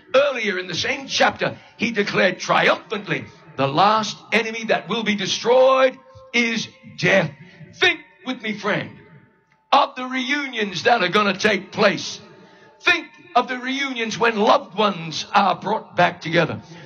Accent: New Zealand; moved away; my home country of New Zealand

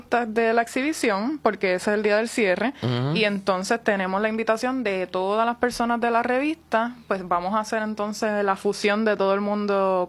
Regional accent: Quebradillas, Puerto Rico; mi pueblo Quebradillas

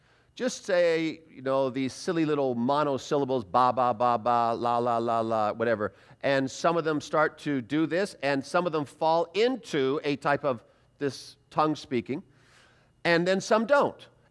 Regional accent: British Columbia, Canada; I grew up outside of Vancouver, British Columbia

